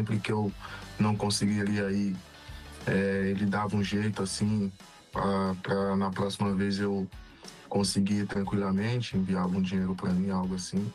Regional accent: Manga, Minas Gerais, Brazil; Ainda mais eu que venho lá do interior de Minas, entendeu? E moro numa cidade muito pequena, que não me oferecia quase nada, entendeu?

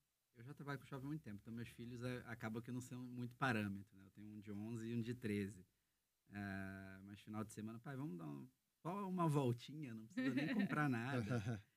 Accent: Rio de Janeiro, Brazil; moved away as an adult; also born or lived in Maringá; now in Londrina, Brazil; eu já rodei um bocado. É. Mas eu sou carioca, e aí por conta de trabalhar em shopping, eu já rodei alguns estados do Brasil

